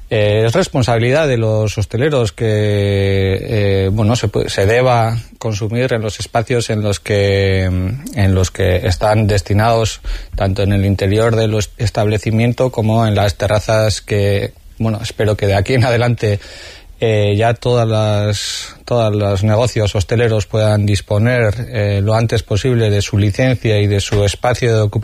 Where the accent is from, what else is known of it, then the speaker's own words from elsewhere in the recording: Hondarribia, Basque Country, Spain; muchas de las personas que somos de Hondarribi